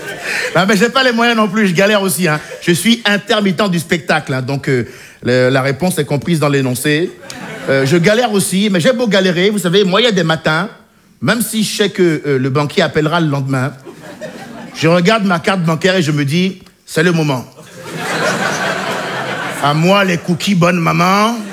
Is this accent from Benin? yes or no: yes; Benin; born or raised there